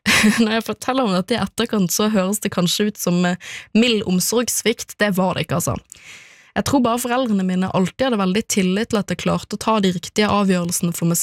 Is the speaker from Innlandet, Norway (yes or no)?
no; Bergen, Vestland, Norway; og jeg vokste opp i Bergen sentrum i en typisk moderne familie